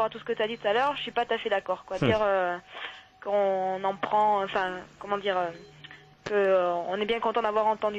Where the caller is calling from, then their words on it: Cestas, Nouvelle-Aquitaine, France; 25 ans, de Sestas.